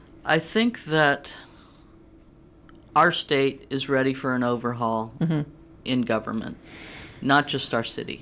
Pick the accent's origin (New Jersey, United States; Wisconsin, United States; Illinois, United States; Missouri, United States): Missouri, United States; St. Louis; moved away; I'm from St. Louis